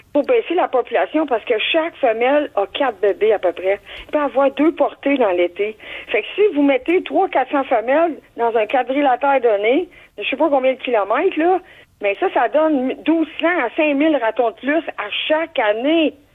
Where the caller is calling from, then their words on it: Sherbrooke, Quebec, Canada; Moi, je suis à Sherbrooke.